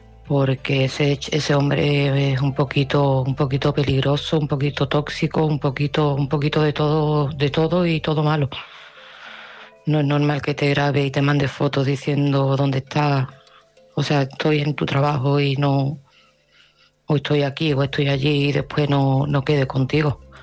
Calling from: Seville, Andalusia, Spain; de Sevilla y este mensaje va para Sandra.

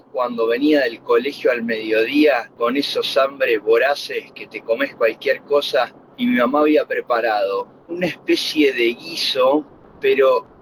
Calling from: Gutiérrez, Buenos Aires Province, Argentina; de Gutiérrez.

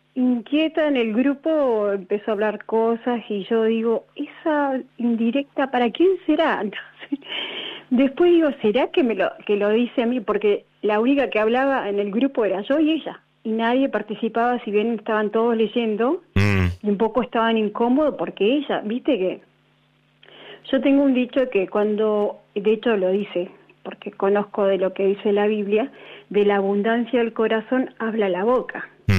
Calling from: Neuquén, Argentina; De acá, Neuquén.

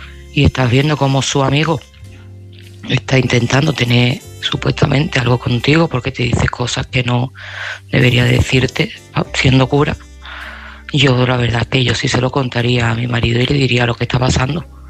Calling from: Seville, Andalusia, Spain; de Sevilla

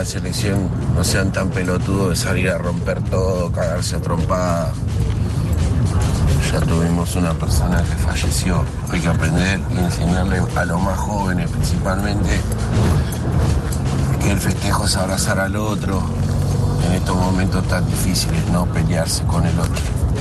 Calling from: Los Polvorines, Buenos Aires Province, Argentina; de Polvorine.

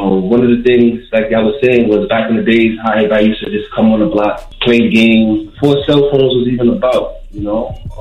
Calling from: New York City, New York, United States; I'm from Brooklyn, Canarsie.

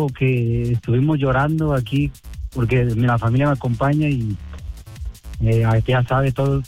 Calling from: Mazatlán, Sinaloa, Mexico; Venimos de Mazatlán, Sinaloa, directamente

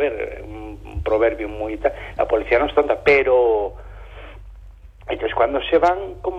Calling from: Amoeiro, Galicia, Spain; de Amoeiro

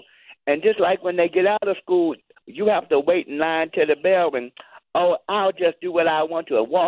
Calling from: Silver Spring, Maryland, United States; from Silver Spring.

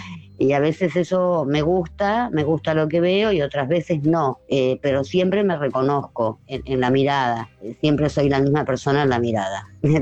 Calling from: Buenos Aires, Argentina; de Barrio Norte

